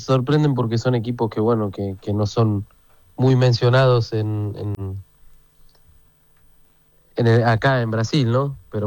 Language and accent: Spanish; Argentina